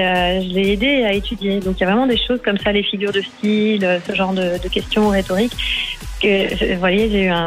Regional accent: France; Je suis française, alors ça, c'est quand même quelque chose qui a marqué.

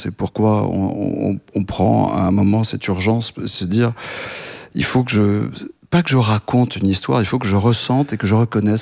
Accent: France; born there; Moi, j'étais parent grec, je suis né en France, mais je parle grec couramment.

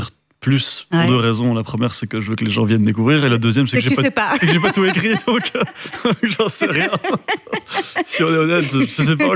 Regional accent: Belgium; en tant que Belge

